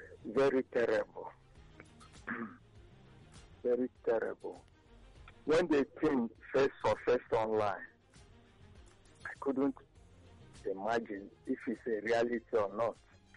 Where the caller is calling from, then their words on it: Nigeria; I'm calling from Eba.